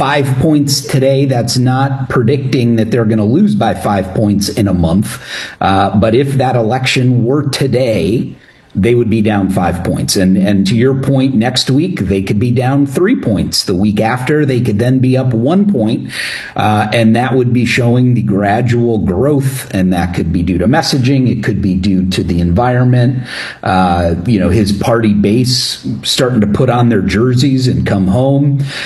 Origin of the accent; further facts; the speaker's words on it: Illinois, United States; in a state like, I'll use my home state, Illinois, for this one